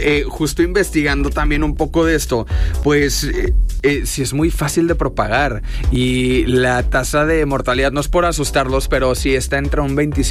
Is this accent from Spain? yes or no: no; Mexico